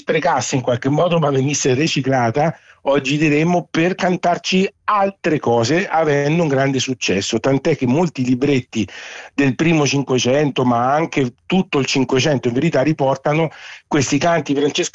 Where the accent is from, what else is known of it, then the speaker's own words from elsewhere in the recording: Assisi, Umbria, Italy; born there; Noi che siamo nati ad Assisi